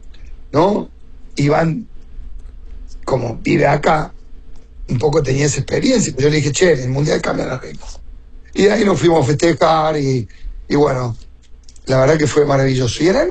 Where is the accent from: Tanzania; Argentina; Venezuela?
Argentina; Córdoba; Entonces yo le digo, soy de Córdoba.